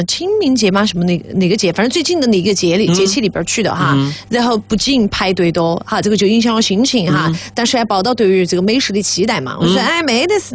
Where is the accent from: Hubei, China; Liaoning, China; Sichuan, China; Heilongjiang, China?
Sichuan, China; Neijiang; 不如吃我们内江的黑猪肉。